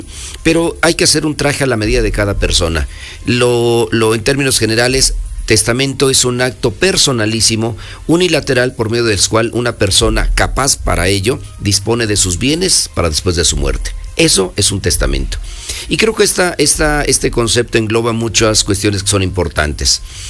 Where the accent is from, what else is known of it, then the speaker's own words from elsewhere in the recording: Mexico; es lo más importante que debemos de tener en cuenta como mexicanos para proteger nuestro patrimonio